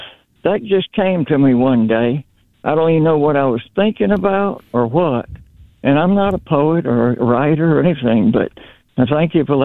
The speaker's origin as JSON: {"language": "English", "town": "New Orleans", "region": "Louisiana", "country": "United States", "tie": "born or raised there", "also_born_or_lived": "Mississippi", "moved": "yes"}